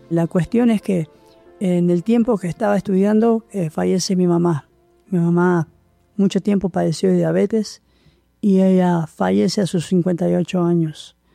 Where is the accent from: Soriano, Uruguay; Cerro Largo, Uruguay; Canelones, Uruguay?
Soriano, Uruguay; Mercedes; also born or lived in Montevideo, Uruguay; Prácticamente yo nací en Montevideo, un día 2 de febrero. Y luego me fui al interior, nos mudamos al interior. Estuve en la ciudad de Mercedes.